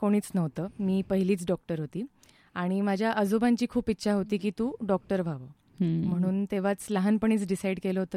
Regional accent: Ahilyanagar, Maharashtra, India; also born or lived in Loni / Nagpur / Mumbai; माझं बालपण, माझं शिक्षण 10वी-12वी नगरमध्येच झालं आहे.

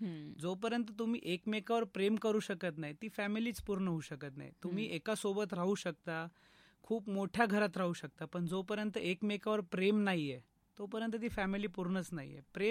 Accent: Ahmednagar, Maharashtra, India; हो, मी नगरचा आहे.

